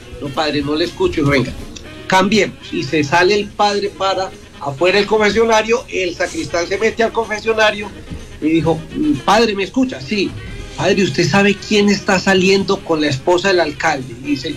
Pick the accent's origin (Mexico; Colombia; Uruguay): Colombia; Entrerríos, Antioquia; Caramanchuma, ¿Entre Ríos? Que es mi pueblo.